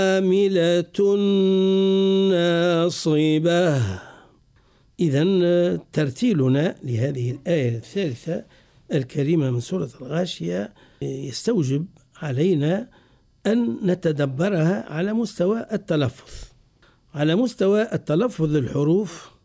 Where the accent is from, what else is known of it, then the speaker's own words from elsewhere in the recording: Tunisia; زاد محلي عندنا في تونس في بعض المناطق